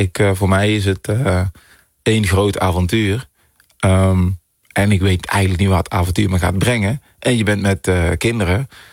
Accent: Netherlands

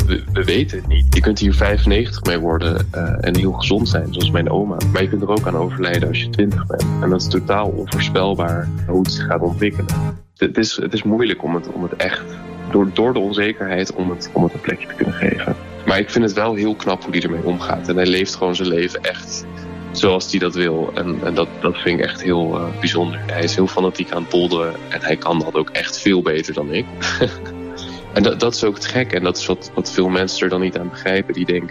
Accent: The Hague, South Holland, Netherlands; born there; moved away; Ik kom oorspronkelijk uit Den Haag.

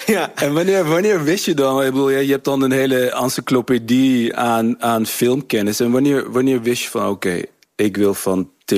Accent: Nijmegen, Gelderland, Netherlands; Ik kom uit Nijmegen.

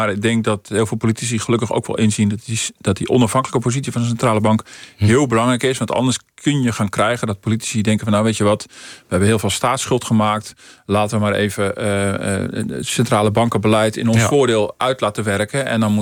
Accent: Netherlands; Dat wij als Nederlanders ook vertrouwen blijven houden in die centrale bank

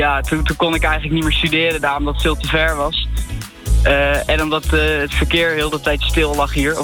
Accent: Zeeland, Netherlands; Alleen, ik kom uit Zeeland. Ja. En die hebben wij hier niet. Dus ik moest naar Leiden.

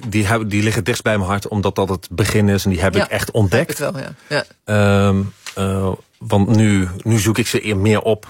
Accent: Schiedam, South Holland, Netherlands; Ik moet zelfs zeggen, ik kom zelf uit Schiedam. In Schiedam heb ik ook maar 3 velden gefotografeerd.

